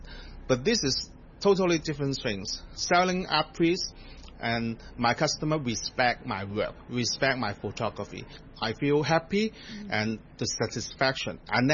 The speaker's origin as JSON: {"language": "English", "town": "Kwun Tong", "region": "Kowloon", "country": "Hong Kong", "tie": "born or raised there", "second_language": "English", "said": "So, I am 43 years old now. So, I was born in Hong Kong. But after graduating from the secondary school, I went to Australia to study for almost a year."}